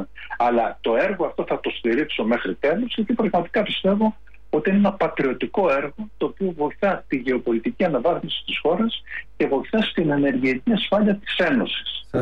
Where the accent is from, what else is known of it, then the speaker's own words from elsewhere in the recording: Greece; εμένα η δουλειά μου ως Έλληνας ευρωπολιτής είναι να στηρίζω την Ελλάδα